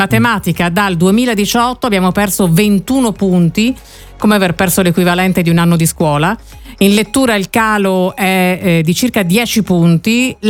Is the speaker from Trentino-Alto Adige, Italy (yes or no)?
yes; Bolzano, Trentino-Alto Adige, Italy; born there; now in Bologna, Italy; io ho fatto la scuola a Bolzano